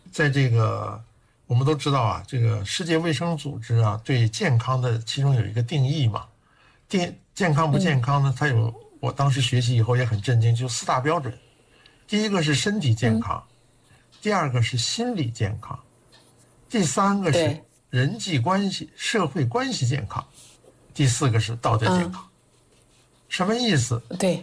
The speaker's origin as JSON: {"language": "Chinese", "country": "China", "said": "我们在中国其实也一样啊。你说我离开了家乡。"}